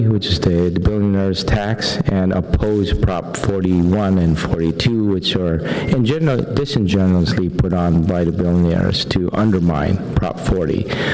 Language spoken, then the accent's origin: English; New York, United States; moved away; I grew up in New York